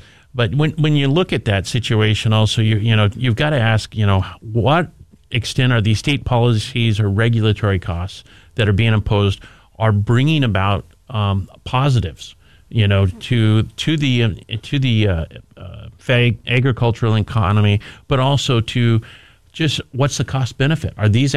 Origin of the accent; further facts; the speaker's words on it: Yakima, Washington, United States; I grew up in Yakima, and apples and hops.